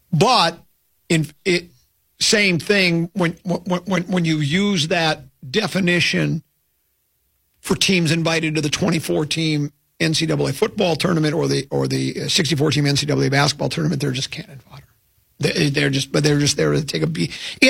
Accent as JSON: {"language": "English", "town": "Detroit", "region": "Michigan", "country": "United States", "tie": "born or raised there", "said": "I was born in Detroit."}